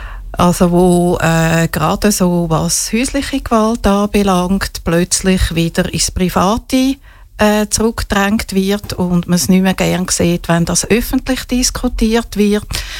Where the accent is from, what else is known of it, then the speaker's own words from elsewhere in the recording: Winterthur, Zurich, Switzerland; born there; Also ich bin Irin, ich bin 62, wohne fast schon mein ganzes Leben lang hier zu Winterthur.